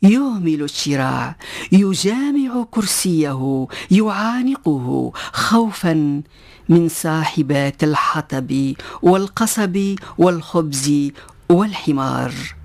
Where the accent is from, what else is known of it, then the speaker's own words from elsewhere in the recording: Tunisia; عندنا في تونس